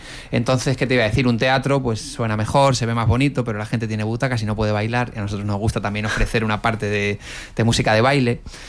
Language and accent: Spanish; Canary Islands, Spain